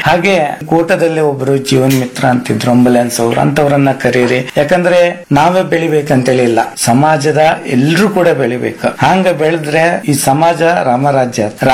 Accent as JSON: {"language": "Kannada", "town": "Kundapura", "region": "Karnataka", "country": "India", "accent": "Kundapura Kannada", "said": "ಕುಂದಾಪುರದಂಗೆ ನಾನು ಮಾತಾಡಕ್ಕೆ, ಯಾಕಂದ್ರೆ ಕುಂದಾಪುರ ಬದಿಯವನೇ."}